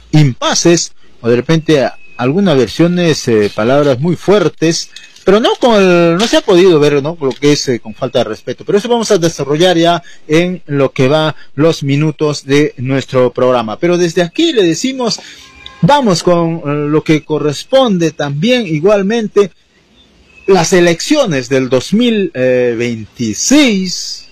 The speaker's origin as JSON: {"language": "Spanish", "area": "Ricrán district, Jauja province", "region": "Junín", "country": "Peru", "moved": "yes", "said": "yo soy del distrito de Arricrán, de su anexo Tambillo, así se llama el lugar de donde yo he procedido"}